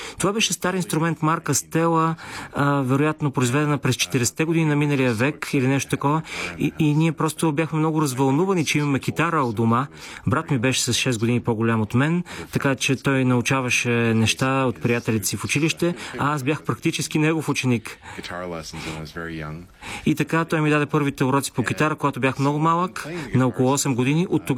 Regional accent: Montreal, Quebec, Canada; Аз израснах в Монреал, по това време много католически град.

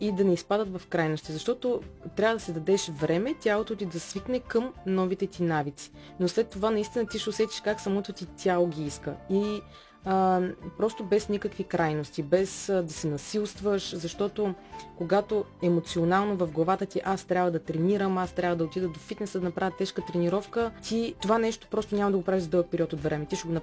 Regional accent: Stara Zagora, Stara Zagora Province, Bulgaria; понеже аз съм от Стара Загора, ходих и до Стара Загора

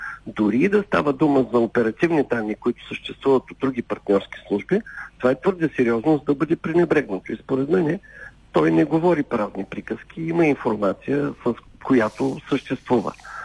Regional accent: Plovdiv, Plovdiv Province, Bulgaria; На такива хора в моята махала в Пловдив, аз съм израснал в центъра на Пловдив, им казваха типигьози.

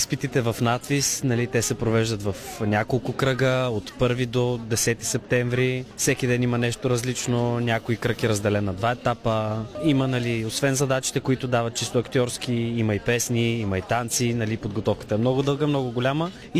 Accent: Targovishte, Targovishte Province, Bulgaria; moved away as an adult; also born or lived in Sofia; now in Burgas, Bulgaria; в моя роден град Търговище

